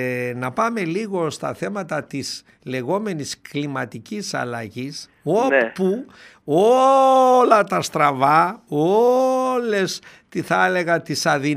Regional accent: Doirani, Central Macedonia, Greece; εκεί στο χωριό μου, στη Δοϊράνη, στο Κιλκής

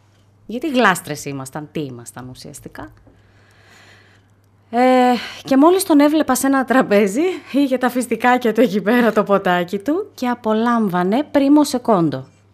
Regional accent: Thessaloniki, Central Macedonia, Greece; Είμαι γέννημα θρέμα Θεσσαλονικιά και οι γονείς μου είναι Σεραίοι.

